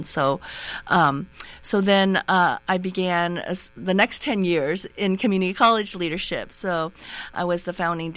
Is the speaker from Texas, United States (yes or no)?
yes; Houston, Texas, United States; born there; also born or lived in Da Lat, Vietnam / Colorado; first started in Colorado with a sponsor family, and then eventually relocated to the Houston area, which is where I had my middle school, high school